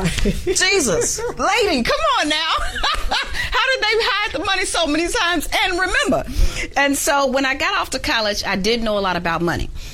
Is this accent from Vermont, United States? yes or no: no; Chicago, Illinois, United States; I was born and raised in Chicago.